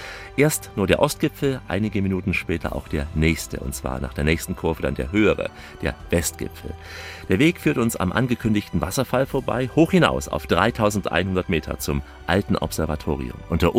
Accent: Russia; habe ich zum Beispiel mit meinem Auto ganz Russland durchquert, von West nach Ost, 10.000 Kilometer durch mein Heimatland.

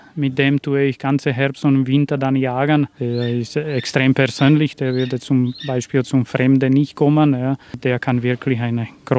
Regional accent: Slovakia; German is a second language; moved away as an adult; now in Austria; Bei uns in der Slowakei, das ist wahrscheinlich die einzige Schule in Europa, wo kann man Falknerei lernen.

